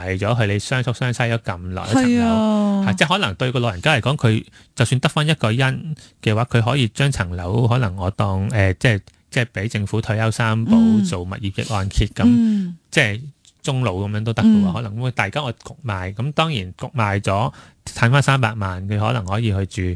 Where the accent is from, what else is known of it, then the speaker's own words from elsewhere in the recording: Hong Kong; 其實我哋香港人咧